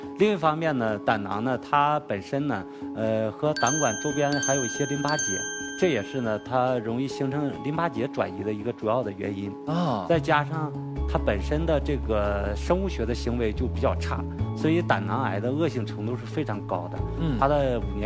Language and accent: Chinese; China; 在我们中国人群差不多能达到9%到10%这样的一个比例